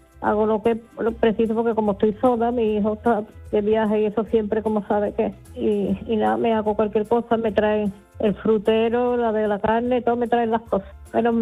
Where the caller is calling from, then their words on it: Seville, Andalusia, Spain; Hola, … … de Sevilla.